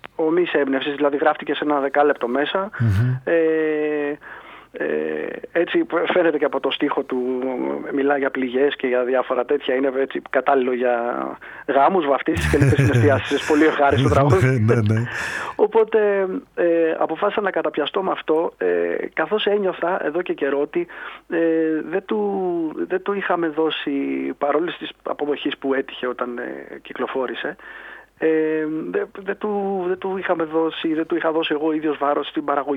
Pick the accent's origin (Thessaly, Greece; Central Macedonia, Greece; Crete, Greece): Thessaly, Greece; Volos; αυτό που θα λέγαμε στα μέρη μου, ξεκινώντας από το Βόλο δηλαδή.